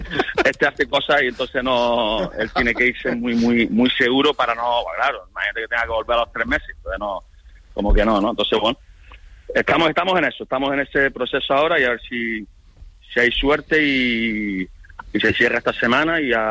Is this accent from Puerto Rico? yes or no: no; Spain; España somos de los mejores en cuestión de formación de categorías inferiores